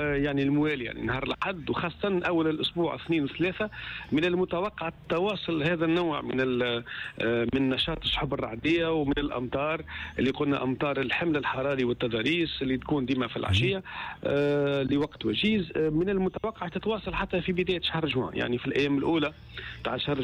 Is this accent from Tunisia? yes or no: yes; Tunisia